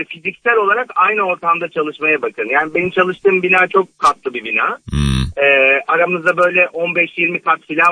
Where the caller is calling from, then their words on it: Istanbul, Turkey; İstanbul'dan arıyorum.